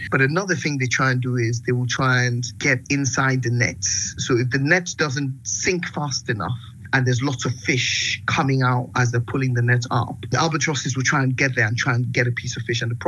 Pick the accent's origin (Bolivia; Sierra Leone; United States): Sierra Leone; You know, I'm from Sierra Leone, a country that had a decade-long civil war.